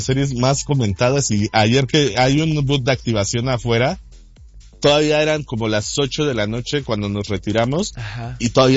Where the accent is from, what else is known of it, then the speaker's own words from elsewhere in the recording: Mexico; Somos los únicos mexicanos que vamos a tener acceso a esa alfombra.